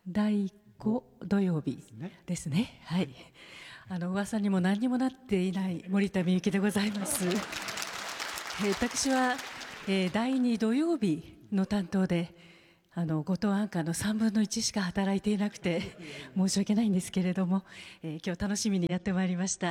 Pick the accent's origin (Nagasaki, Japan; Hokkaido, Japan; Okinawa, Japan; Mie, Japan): Hokkaido, Japan; Sapporo; 私はもの札幌生まれ、札幌育ちなんですが